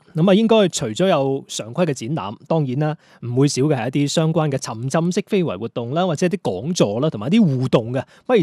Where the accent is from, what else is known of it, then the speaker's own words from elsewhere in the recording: Guangdong, China; 因为讲到食堂，我们广府人喜欢吃